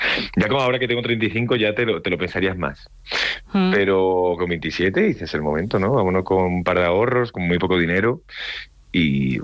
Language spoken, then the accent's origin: Spanish; Andalusia, Spain; accent: Andalusian; lo hice con acento andaluz, que yo soy de andaluz